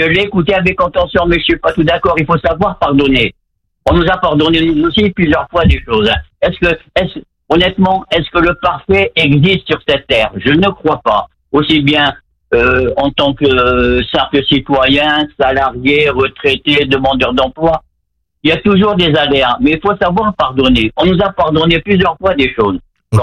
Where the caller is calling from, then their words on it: France; nous on est français et de religion juive